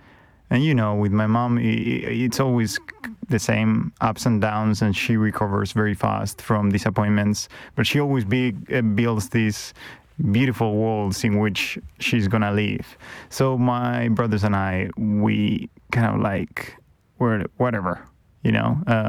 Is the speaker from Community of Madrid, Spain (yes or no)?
yes; Madrid, Community of Madrid, Spain; born or raised there; English is a second language; now in United States